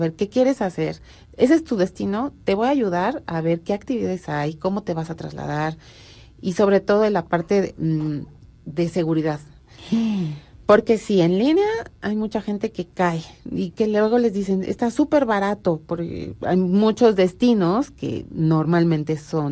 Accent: Mexico; como mexicanos entramos con pasaporte mexicano

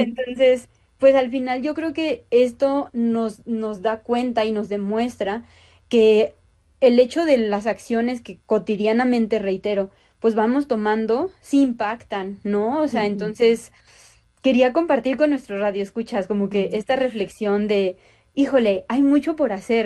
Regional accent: Toluca, State of Mexico, Mexico; Porque ya ves que yo soy originaria de Toluca, ¿no?

